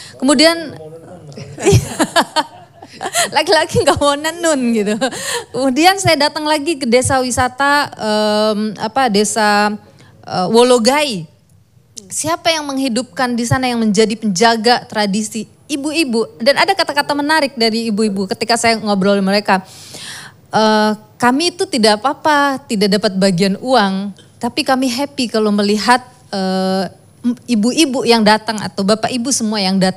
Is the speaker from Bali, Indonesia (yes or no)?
yes; Buleleng, Bali, Indonesia; di desa Les di Bali, di Buleleng kampung saya